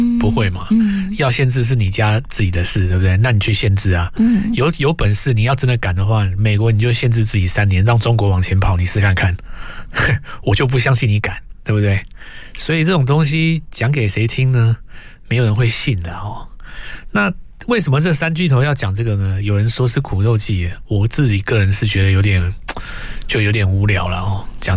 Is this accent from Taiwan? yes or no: yes; Taiwan; 那再来就是我们台湾这边的问题了